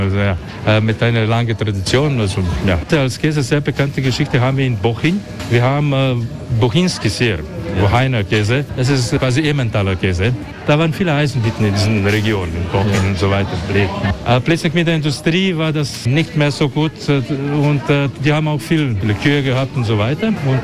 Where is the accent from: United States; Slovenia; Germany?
Slovenia; Ljubljana; German is a second language